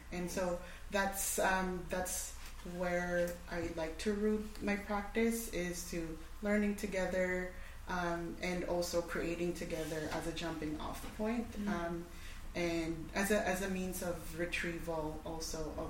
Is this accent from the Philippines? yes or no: yes; Philippines; and so I come from the Tagalog people, which is not where the instruments are from.